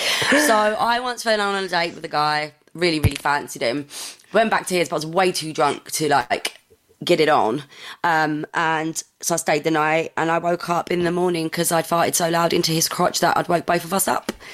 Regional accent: Ireland; I'm obviously Irish.

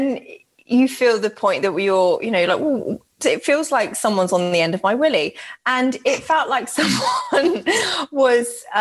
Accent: Birmingham, West Midlands, United Kingdom; maybe I'm just going, I'm from Birmingham

